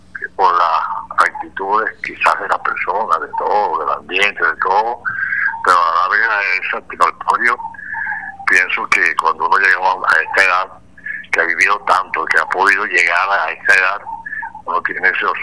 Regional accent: Caracas, Capital District, Venezuela; moved away; Yo soy caraqueño y me crié en el velódromo

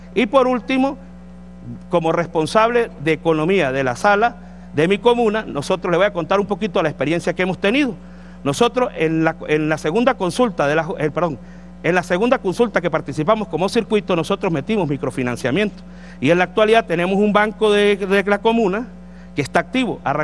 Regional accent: Mérida, Venezuela; yo creo que si alguien ha demostrado resiliencia, somos los merideños. Y perdónenme los compañeros de otros municipios. Y si alguien ha demostrado resiliencia, somos los del Valle del Mocotíes.

